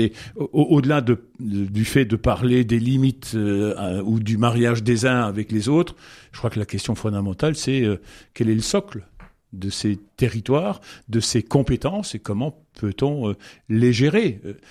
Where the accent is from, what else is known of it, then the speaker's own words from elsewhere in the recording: Grand Est, France; ben nous, je vais demander qu'on redevienne Lorrain.